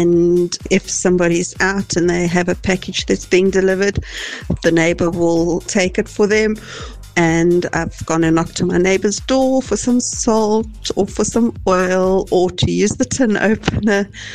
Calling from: Hillcrest, KwaZulu-Natal, South Africa; I am from Hillcrest.

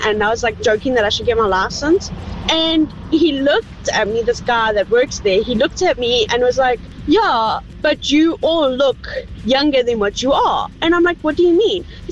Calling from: South Africa; I've been told I come from Australia, England, America. No one really says South Africa, even though I'm from South Africa, you know?

